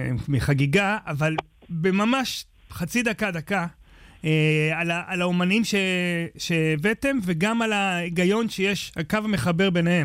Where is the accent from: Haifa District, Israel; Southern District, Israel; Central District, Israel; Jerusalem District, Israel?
Haifa District, Israel; moved away; אני אמנם לפני הרבה שנים, אבל גדלתי באזור